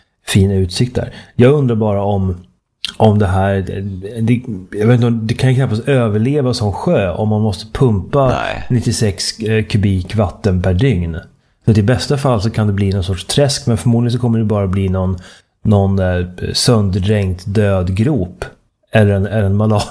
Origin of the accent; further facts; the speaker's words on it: East Germany, Germany; Hela historien påminner mig om en vits som jag hörde i min barndom i Östtyskland.